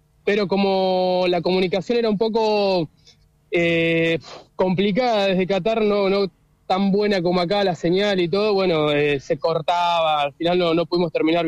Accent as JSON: {"language": "Spanish", "town": "Trelew", "region": "Chubut", "country": "Argentina", "tie": "born or raised there", "moved": "as an adult", "lives_now": "Dublin, Ireland", "said": "soy de Trelew, soy de la ciudad de Trelew, oriundo de allá, del barrio Coepro, me crié ahí."}